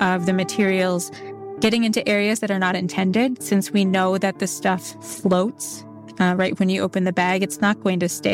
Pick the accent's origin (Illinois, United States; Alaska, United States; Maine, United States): Alaska, United States; St. Lawrence Island; I'm from St. Lawrence Island.